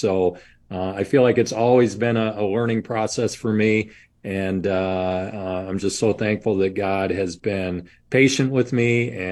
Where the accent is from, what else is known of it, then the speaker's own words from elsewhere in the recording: Midwest, United States; also born or lived in Ohio / Indiana / Iowa; I was born in Columbus, Ohio, and my father was a basketball coach. And as he was moving up the ranks of his career, we moved throughout the Midwest. So my early years were spent in Ohio, Indiana, and Iowa before moving up to Minnesota to go to college.